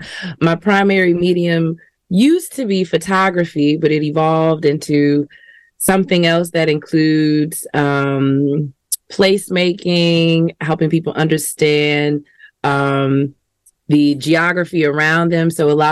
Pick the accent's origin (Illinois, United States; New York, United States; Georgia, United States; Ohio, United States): Illinois, United States; Chicago; I am born and raised in Chicago from my home neighborhood of Inglewood on the south side of Chicago.